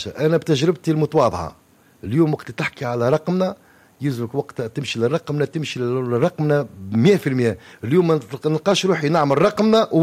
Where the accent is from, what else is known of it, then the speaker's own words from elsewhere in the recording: Tunisia; عندنا في تونس